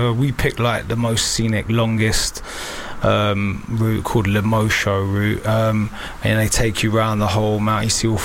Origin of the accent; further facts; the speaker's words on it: London, United Kingdom; being a Londoner